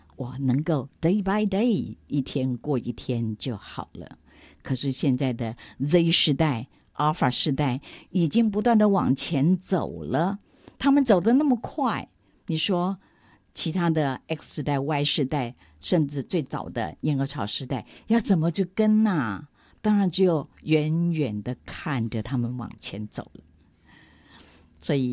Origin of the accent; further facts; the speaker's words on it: Daxi, Taoyuan, Taiwan; 他本来是在大溪，我们是桃园人嘛，桃园大溪人。